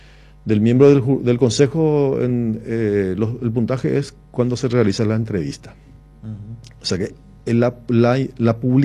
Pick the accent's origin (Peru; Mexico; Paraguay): Paraguay; Coronel Oviedo, Caaguazú; soy de Coronel Oviedo, de que soy del departamento de Caguazú